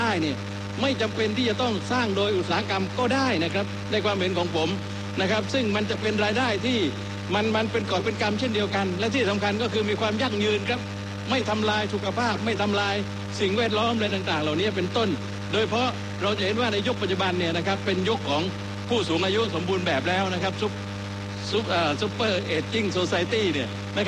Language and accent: Thai; Southern Thailand, Thailand; born there; ผมเองก็เกิดที่ภาคใต้ญาติพี่น้องผมจำนวนมากก็ยังอยู่ในภาคใต้นะครับ